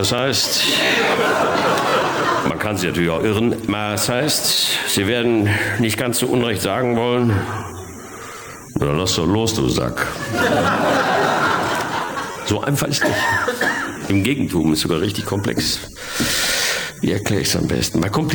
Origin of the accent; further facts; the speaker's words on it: Bochum, North Rhine-Westphalia, Germany; meine Heimatstadt Bochum ist ja für Nordrhein-Westfalen das, was Amerika für die freie Welt darstellt.